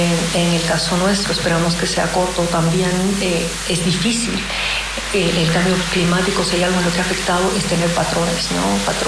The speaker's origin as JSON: {"language": "Spanish", "country": "Bolivia"}